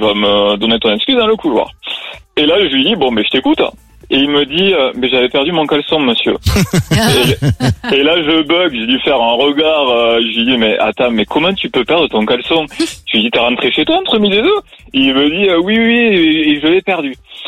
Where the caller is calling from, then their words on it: France; j'habite à Caser, mais je bosse pas très loin du coup